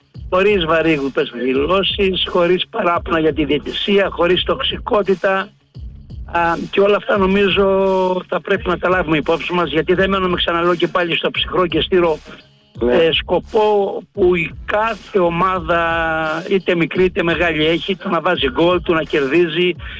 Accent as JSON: {"language": "Greek", "town": "Heraklion", "region": "Crete", "country": "Greece", "said": "σαν Ηρακλειώτης"}